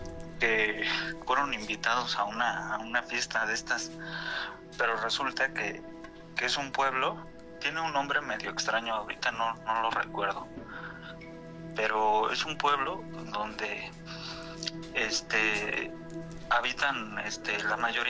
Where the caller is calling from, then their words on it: State of Mexico, Mexico; Del Estado de México.